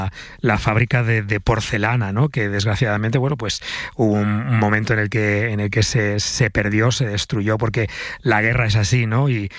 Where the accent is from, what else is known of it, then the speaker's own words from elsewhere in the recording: Morón, Spain; mi pueblo se llama Morón